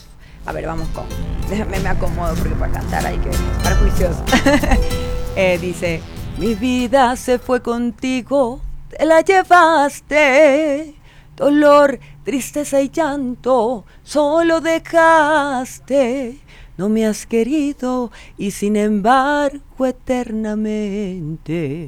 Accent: Manabí, Ecuador; yo vengo de Manabí

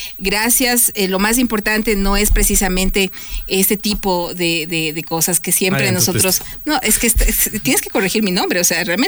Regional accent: Ecuador; No vende, ¿qué quiere vender? Exacto. Así, se así somos

